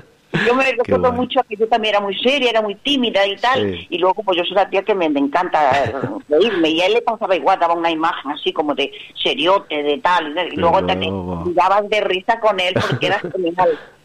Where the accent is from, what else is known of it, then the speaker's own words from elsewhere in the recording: Andújar, Andalusia, Spain; Yo soy andaluza de Andújar, y yo soy de Andújar